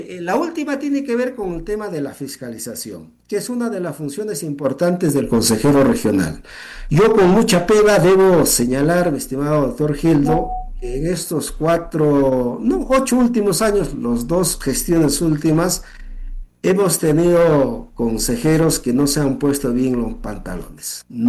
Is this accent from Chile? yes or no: no; Acos, Ayacucho, Peru; yo soy de Acos. Soy usuario más de 10 años, yo soy comunero más de 10 años, tengo chacra